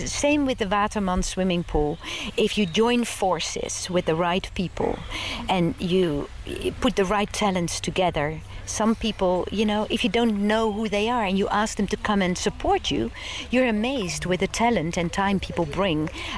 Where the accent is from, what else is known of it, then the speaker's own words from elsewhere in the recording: Westland, South Holland, Netherlands; now in The Hague, Netherlands; I come originally from Westland, but I live in The Hague. So what makes me that? It makes me a person who lives in The Hague.